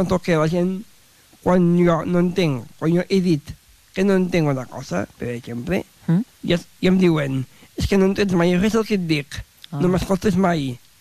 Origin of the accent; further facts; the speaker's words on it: Tàrrega, Catalonia, Spain; jo soc de Tàrrega.